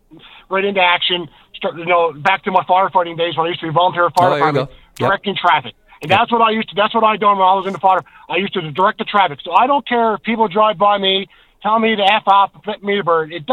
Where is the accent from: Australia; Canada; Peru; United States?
Canada; Newfoundland and Labrador; when they found out we're from Newfoundland, they kept saying how nice and how polite the people from Newfoundland and Labrador.